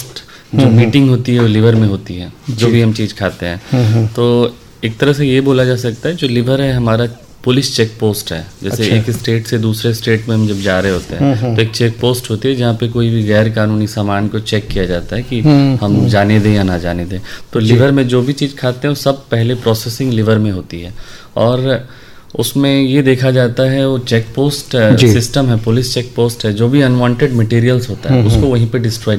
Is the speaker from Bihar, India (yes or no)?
yes; Bihar, India; also born or lived in New Delhi / Hyderabad; now in Darbhanga, India; मैं बिहार का ही रहने वाला हूँ